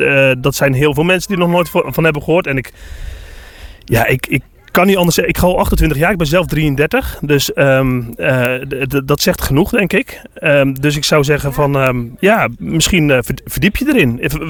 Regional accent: Vlissingen, Zeeland, Netherlands; born there; now in Harskamp, Netherlands; Ik ben van oorsprong zelf een Zeeuw. Dus ik kom uit Vlissingen. Daar ben ik heel trots op nog steeds. Maar we zitten nu een keer echt helemaal aan de andere kant van Nederland.

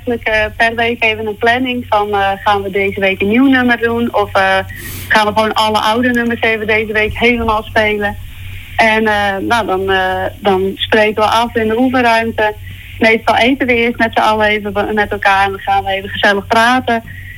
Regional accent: Friesland, Netherlands; Ties en ik komen beide uit Diekel.

